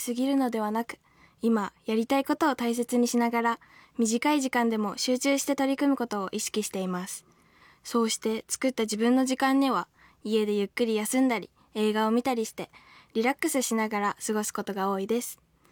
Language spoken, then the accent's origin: Japanese; Yamanashi, Japan; moved away as an adult; now in Tokyo, Japan; 私は山梨県出身で、大学に入ってから一人暮らしをしています。